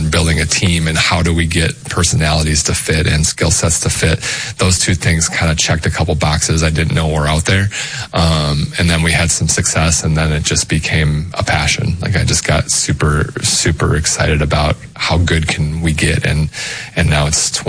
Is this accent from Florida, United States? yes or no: no; Wisconsin, United States; born or raised there; moved away as an adult; now in Nebraska, United States